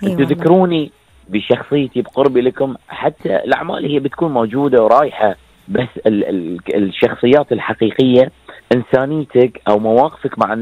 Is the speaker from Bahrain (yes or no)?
yes; Bahrain; المسرح جزء من ثقافتنا احنا حتى كبحرينيين.